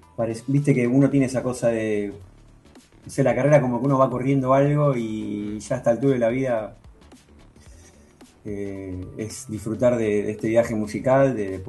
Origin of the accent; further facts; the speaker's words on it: San Justo, Buenos Aires Province, Argentina; Soy del oeste de Buenos Aires, San Justo.